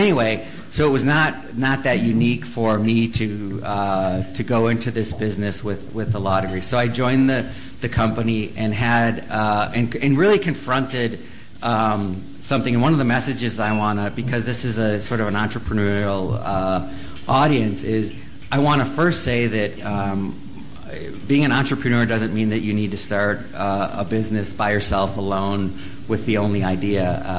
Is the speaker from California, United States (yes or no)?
no; Manitowoc, Wisconsin, United States; moved away as an adult; So I'm a child of Wisconsin. I was born and raised in Manitowoc, Wisconsin, not too far from here.